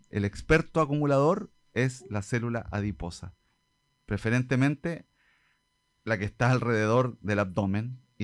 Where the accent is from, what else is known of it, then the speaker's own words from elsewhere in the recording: Osorno, Los Lagos, Chile; Partimos por Osorno porque es nuestra prioridad. Somos Osorno, somos de Osorno.